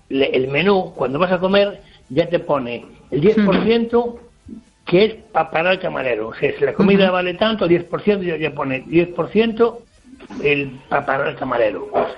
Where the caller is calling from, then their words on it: Ferrol, Galicia, Spain; Hola, buenas noches, Esther. … aquí de Ferrol.